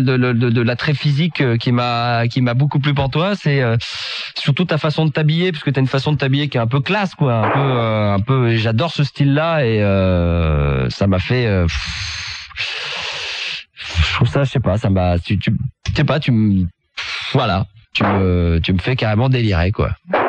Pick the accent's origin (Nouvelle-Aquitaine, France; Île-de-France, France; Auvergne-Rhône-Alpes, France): Île-de-France, France; Paris; now in Carpentras, France; Et voilà quoi, je suis de Paris à l'origine et là je traîne un peu sur Carpentras